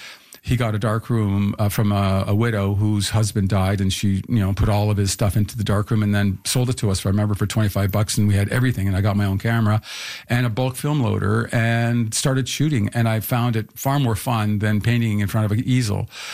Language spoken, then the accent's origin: English; St. Catharines, Ontario, Canada; Well, when I was there, my father worked in the engine block and also doing some welding as well.